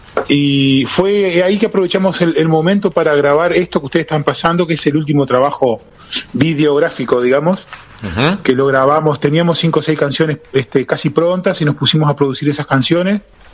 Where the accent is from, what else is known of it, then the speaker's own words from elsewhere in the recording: Salto, Uruguay; born there; Mirá, yo, el nacimiento, técnicamente soy salteño de ciudad, digamos, porque nací en esa de Natal, Uruguay.